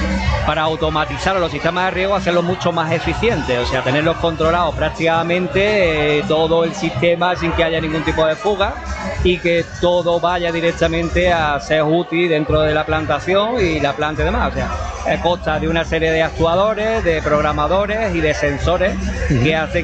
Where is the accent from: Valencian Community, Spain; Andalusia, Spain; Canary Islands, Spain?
Andalusia, Spain; Alhama de Granada; soy de Alhama de Granada, pero bueno, este Ventas de Zafarraya pertenece a Alhama de Granada, o sea, está bien mi pueblo. Y además Ventas es como mi casa también, de aquí cerca, y la gente de aquí nos conocemos pues prácticamente de todos los días.